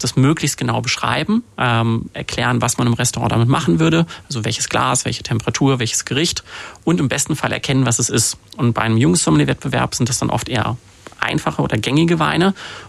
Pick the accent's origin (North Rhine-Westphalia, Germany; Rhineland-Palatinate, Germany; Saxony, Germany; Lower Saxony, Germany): North Rhine-Westphalia, Germany; Cologne; Ich komme aus Köln.